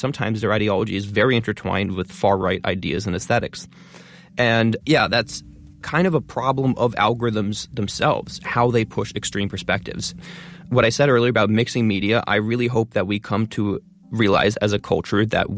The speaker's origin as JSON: {"language": "English", "town": "Albany", "region": "New York", "country": "United States", "tie": "born or raised there", "said": "Then my congressman where I grew up in Albany, New York, Paul Tonko."}